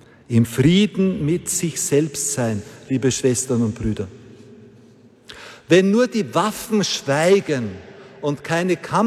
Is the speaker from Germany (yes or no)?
no; Austria; Und damals haben in meinem Heimatdorf an der burgenländischen Grenze mehrere sich das Leben genommen.